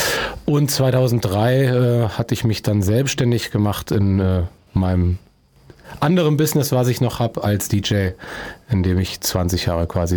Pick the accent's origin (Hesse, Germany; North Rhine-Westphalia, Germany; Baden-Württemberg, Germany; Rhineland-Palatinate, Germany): Hesse, Germany; Eschwege; und ich wohne direkt hier in Eschwege, quasi Stadtrand und ja, bin auch waschechter Dietemann.